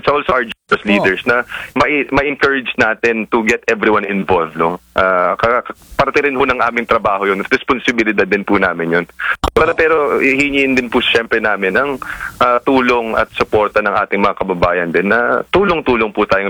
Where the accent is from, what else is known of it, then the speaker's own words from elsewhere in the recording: Cagayan Valley, Philippines; sa amin sa Cagayan Valley